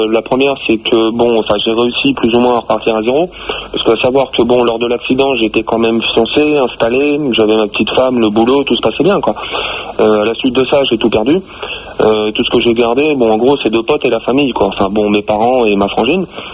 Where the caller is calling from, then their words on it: Chelles, Île-de-France, France; moi je suis de Chelles